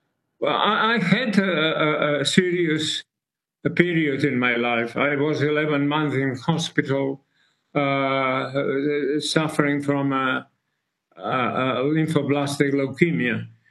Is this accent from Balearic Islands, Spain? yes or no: no; Barcelona, Catalonia, Spain; English is a second language; When I was 11, I was singing in our opera house in Barcelona, my hometown